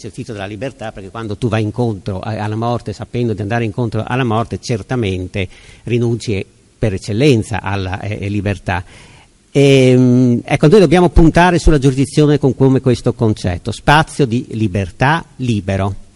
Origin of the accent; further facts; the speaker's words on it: Friuli-Venezia Giulia, Italy; io vengo dal Friuli, vengo dai confini dell'Impero